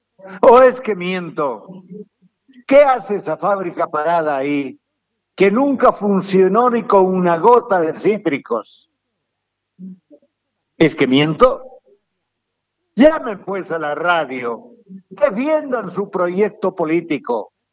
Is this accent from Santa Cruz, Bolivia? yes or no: yes; Santa Cruz, Bolivia; Y somos cruceños, los Cambas, a los que los collas no los quieren, a los Cambas.